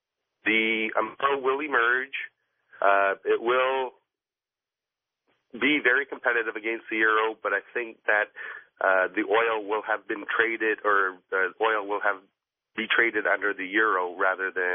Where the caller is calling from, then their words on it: Winnipeg, Manitoba, Canada; I'm calling from Winnipeg, Canada.